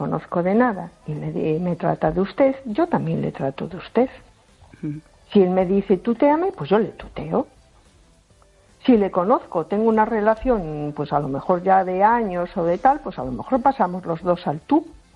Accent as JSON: {"language": "Spanish", "town": "A Coruña", "region": "Galicia", "country": "Spain"}